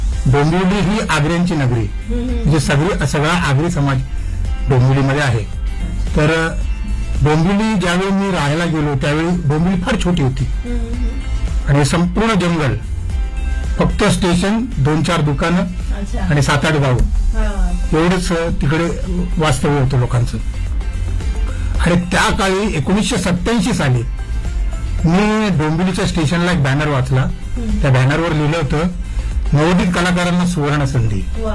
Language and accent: Marathi; Mumbai, Maharashtra, India; मी आधी मुंबईत राहायचो. वरील कोळीवाडा हे माझं गाव आणि कोळीवाडा म्हटलं की संपूर्ण कोळ्यांचं गाव येते.